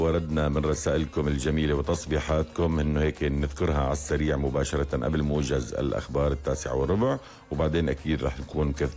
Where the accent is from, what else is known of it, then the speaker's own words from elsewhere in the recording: Syria; now in Istanbul, Turkey; من الشام مقيمة في اسطنبول، عمري 8 سنوات